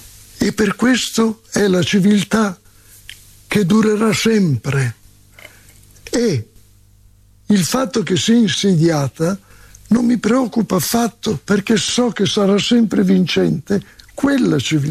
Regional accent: Bergamo, Lombardy, Italy; born there; Io sono nato a Bergamo

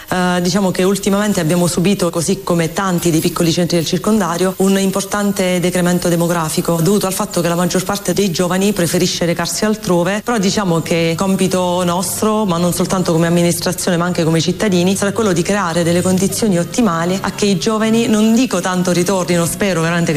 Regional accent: Volturino, Apulia, Italy; Volturino per me veramente è tutto, basti pensare che sono nata proprio a Volturino, quindi per me Volturino è bella gente, bella aria, ed è bello il fatto per esempio di uscire in piazza e trovare un sacco di persone dove comunque ci conosciamo tutti

